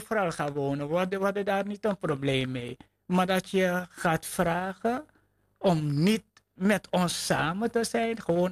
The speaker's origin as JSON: {"language": "Dutch", "country": "Suriname", "moved": "yes", "lives_now": "Netherlands", "said": "We komen allebei uit Suriname."}